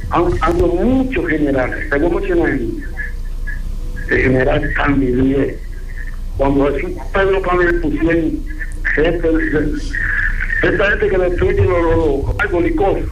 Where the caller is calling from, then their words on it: La Vega, Dominican Republic; Desde La Vega, de una comunidad de La Vega.